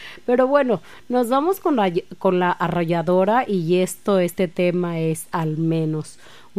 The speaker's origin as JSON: {"language": "Spanish", "country": "Mexico", "said": "nosotros como mexicanos siempre andamos llegando tarde."}